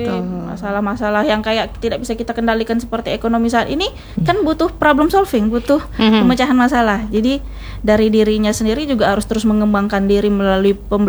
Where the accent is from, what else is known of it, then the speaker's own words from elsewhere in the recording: Karimun, Riau Islands, Indonesia; now in Tanjung Pinang, Indonesia; Saya kan bukan orang lama Tanjung Pinang, jadi saya dari Karimun pindah ke Tanjung Pinang.